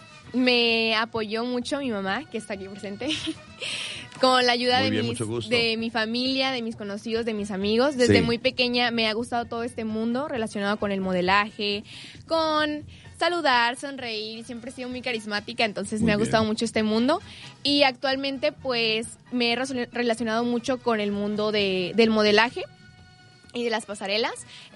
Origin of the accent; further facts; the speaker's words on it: Veracruz, Mexico; siendo orgullosamente veracruzana.